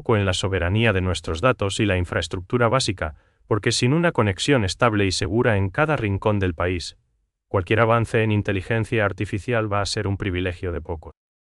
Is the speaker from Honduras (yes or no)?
no; Paraguay